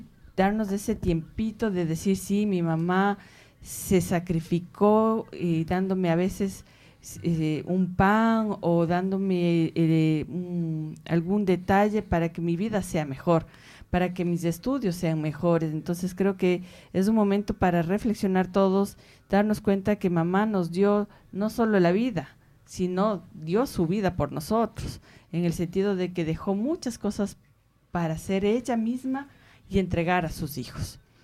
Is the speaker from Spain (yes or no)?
no; Ecuador; eso es lo que nos llena como ecuatorianos, que nos distingue de la mayoría de la población, el mantener, aunque sea en la distancia, a la familia unida.